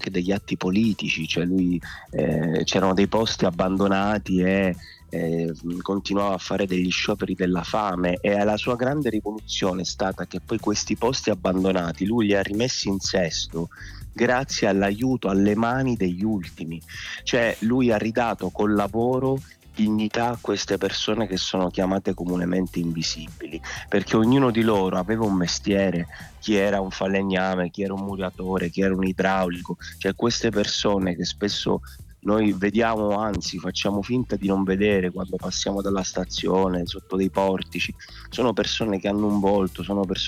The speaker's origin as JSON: {"language": "Italian", "town": "Palermo", "region": "Sicily", "country": "Italy", "said": "lo conoscevo da palermitano"}